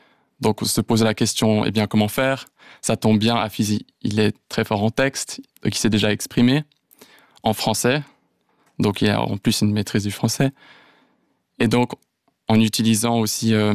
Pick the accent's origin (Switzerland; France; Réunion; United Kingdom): Switzerland; Donc, alors certes, j'ai grandi en Suisse et puis j'ai eu le confort que vous avez mentionné